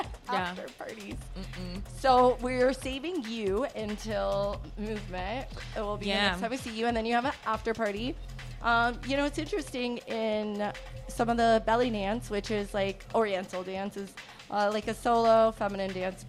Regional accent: Canada; But I'm from Canada. Canada, eh? So back where we're from, we don't have that Monday off.

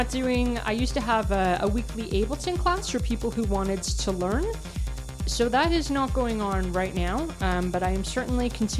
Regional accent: Canada; And like, me being Canadian, we can't club at that young an age.

